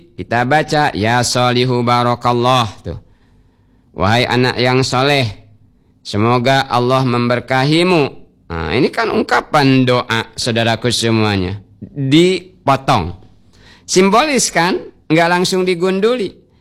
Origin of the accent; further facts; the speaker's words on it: Bangka Belitung Islands, Indonesia; kata kita orang Bangka